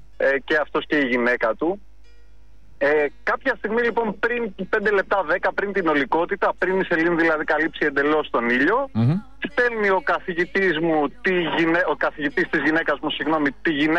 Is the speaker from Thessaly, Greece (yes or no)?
no; Mandraki, South Aegean, Greece; Αλλά εγώ είμαι από Νίχηρο, Δωδεκάνησα, στο γράψα και στο μήνυμα.